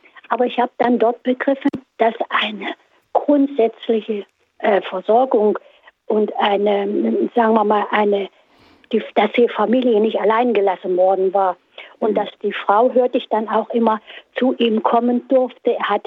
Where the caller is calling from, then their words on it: Thuringia, Germany; Als junger Mensch habe ich komme aus dem Eichsfeld, das war ja damals Ostzone